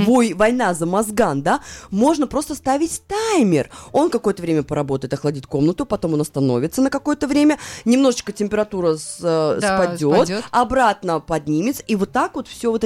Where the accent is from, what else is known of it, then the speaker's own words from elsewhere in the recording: Tashkent, Uzbekistan; now in Israel; я из Узбекистана, то есть Ташкент.